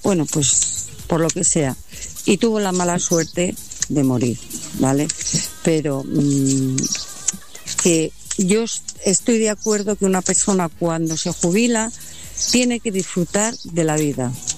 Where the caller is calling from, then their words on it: Galicia, Spain; Te llamo desde Galicia.